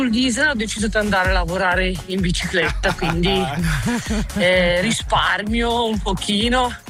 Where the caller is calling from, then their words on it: Modena, Emilia-Romagna, Italy; da Modena.